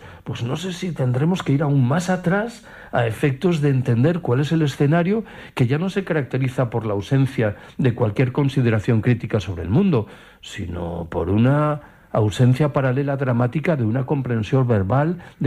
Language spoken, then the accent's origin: Spanish; Galicia, Spain; Hace 3 meses estuve en Galicia, en mi tierra, en un instituto de bachillerato dando una charla sobre decrecimiento.